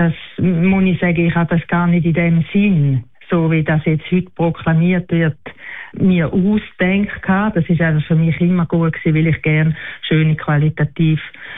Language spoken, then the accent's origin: German; Dachsen, Zurich, Switzerland; now in Schaffhausen, Switzerland; Ich bin noch nicht in Schaffhausen, ich komme ja von Dachsen, ich bin noch nicht in Schaffhausen ganz angekommen.